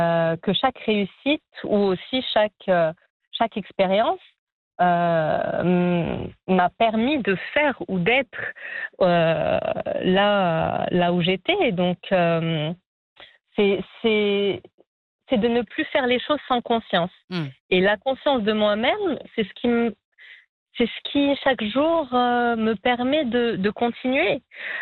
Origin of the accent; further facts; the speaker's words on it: France; En plus, je venais de France, oui